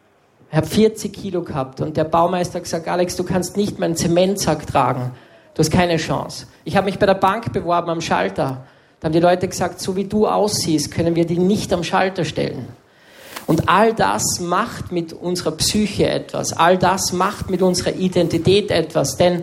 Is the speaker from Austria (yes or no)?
yes; Salzburg, Austria; Und dann bin ich am Mönsberg gegangen, bei uns in Salzburg, wo die ganzen Touris oben stehen und Fotos machen.